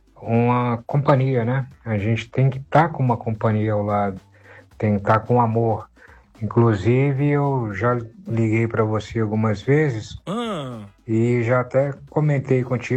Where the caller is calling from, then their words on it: São Mateus, Espírito Santo, Brazil; Sou da cidade de São Mateus, estado do Espírito Santo.